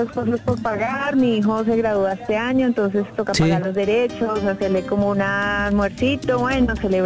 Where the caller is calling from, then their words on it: Bogotá, Colombia; Acá de Bogotá, localidad de Kennedy.